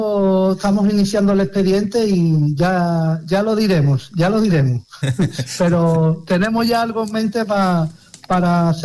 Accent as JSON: {"language": "Spanish", "town": "Algar", "country": "Spain", "tie": "born or raised there", "said": "Por supuesto, yo te voy a decir de mi pueblo, ¿no?"}